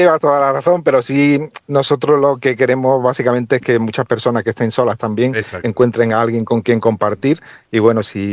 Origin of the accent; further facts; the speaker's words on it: Cádiz, Andalusia, Spain; soy de Cádiz